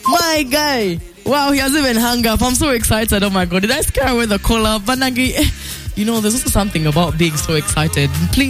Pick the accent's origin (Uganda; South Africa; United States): Uganda; Butaleja, Eastern Region; I come from Butaleja. Actually, something that I like to brag about is from my great-grandparents going back. Our blood is pure Banyoli blood, never been mixed, me and my older sister.